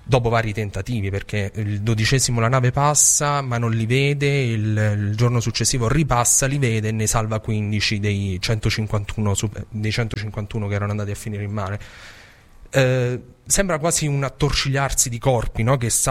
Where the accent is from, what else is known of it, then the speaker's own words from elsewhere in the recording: Abruzzo, Italy; Io sono abruzzese, anche lui nei suoi dipinti è la realtà, è l'ultimo degli ultimi ad essere ritratto in grande tele.